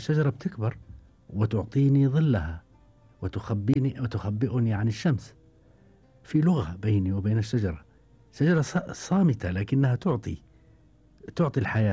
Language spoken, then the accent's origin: Arabic; Taffuh, West Bank, Palestine; بعيد عن تفوح قريتي، الآن أصبحت مدينة كما قلت.